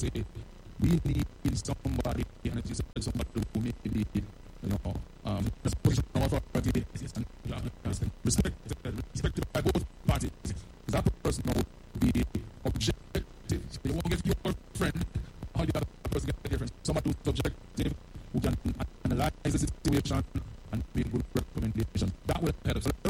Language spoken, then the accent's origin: English; Jamaica; we're from Jamaica